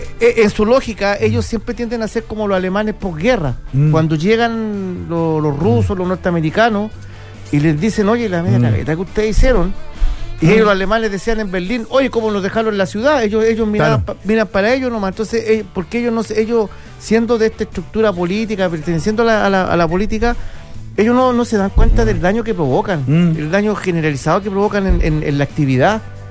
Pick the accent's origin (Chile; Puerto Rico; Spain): Chile